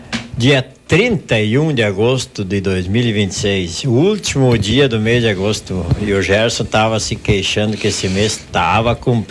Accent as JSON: {"language": "Portuguese", "region": "Rio Grande do Sul", "country": "Brazil", "tie": "born or raised there", "moved": "yes", "said": "lá na minha terra, lá de São Martinho"}